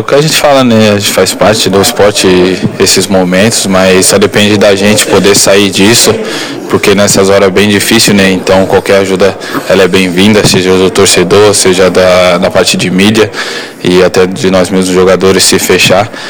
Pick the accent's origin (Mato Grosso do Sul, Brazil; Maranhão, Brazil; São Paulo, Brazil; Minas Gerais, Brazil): São Paulo, Brazil; moved away as an adult; now in Laranjeiras do Sul, Brazil; eu sou de São Paulo, né? Só que eu vim para Laranjeiras em 2019.